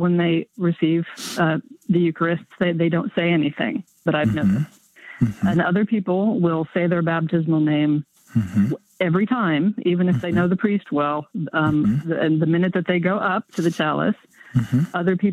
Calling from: Indianapolis, Indiana, United States; I'm calling from the Indianapolis area.

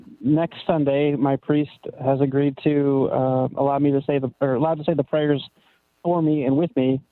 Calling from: Redding, California, United States; I'm calling from Redding, California.

